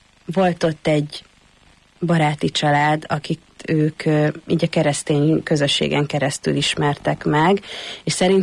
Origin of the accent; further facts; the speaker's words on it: Borsod-Abaúj-Zemplén, Hungary; konkrétan a mi házunk mögött nincsen kerítés, ahol felnőttem, hanem ott így kezdődik a bükk. Osztszevasz. És akkor így mész kilométereket, mire Diósgyőrbe lyukadsz ki.